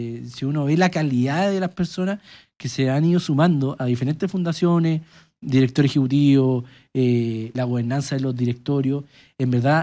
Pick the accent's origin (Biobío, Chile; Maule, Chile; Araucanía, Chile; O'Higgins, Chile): Maule, Chile; Colbún; Yo soy de Colbún, mis papás también de Talca, fueron a la UTAL.